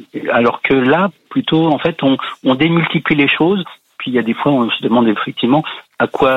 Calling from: Honfleur, Normandy, France; J'habite du côté de Honfleur.

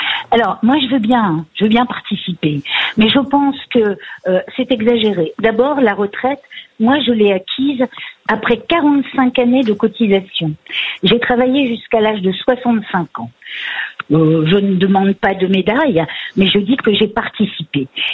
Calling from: Hauts-de-France, France; J'habite le Nord.

